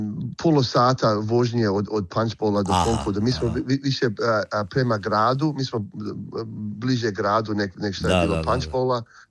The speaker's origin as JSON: {"language": "Croatian", "country": "Croatia", "said": "šta imamo tu da kao Hrvati, ponosni Hrvata, šta možemo njima pokazati ko smo i šta smo."}